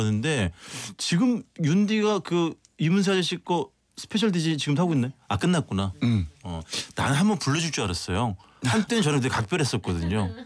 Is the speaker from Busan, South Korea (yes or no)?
no; Seoul, South Korea; 저는 이제 그냥 서울이 고향이어서